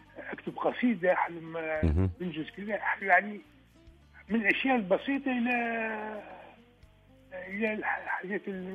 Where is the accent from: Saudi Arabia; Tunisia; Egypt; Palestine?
Tunisia; moved away; also born or lived in Baghdad / Geneva; عندما عدت إلى تونس